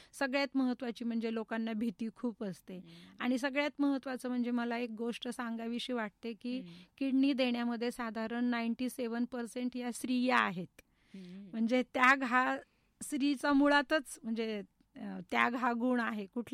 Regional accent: Aurangabad, Maharashtra, India; now in Ahmednagar, India; औरंगाबादला असायचे, म्हणजे माझ्या माहेरी

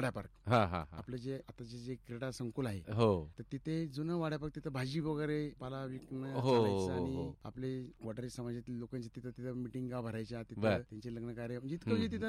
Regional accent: Ahmednagar, Maharashtra, India; माझं बालपण नगर शहरातलाच सांगली येथे राहत होतो.

